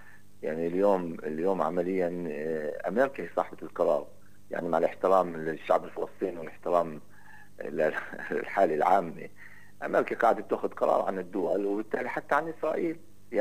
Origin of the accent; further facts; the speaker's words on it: Palestine; أنا كمواطن فلسطيني